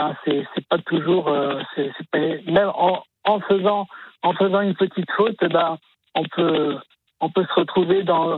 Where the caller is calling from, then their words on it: Royan, Nouvelle-Aquitaine, France; Je suis à Royan, Charente-Maritime.